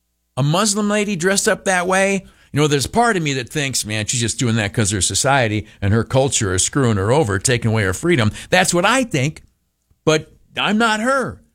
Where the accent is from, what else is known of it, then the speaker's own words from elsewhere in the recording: United States; as an American from a pluralistic Western society